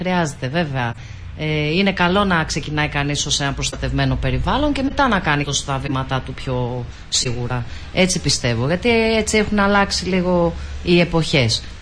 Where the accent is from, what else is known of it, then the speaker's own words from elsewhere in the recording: Patras, Western Greece, Greece; now in Serres, Greece; εγώ είμαι από Πάτρα